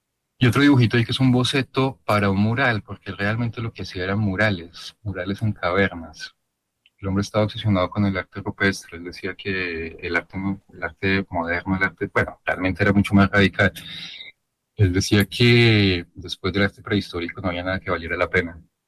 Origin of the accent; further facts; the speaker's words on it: San Carlos, Antioquia, Colombia; él es del mismo pueblo que yo, de San Carlos, del oriente antioqueño, pues.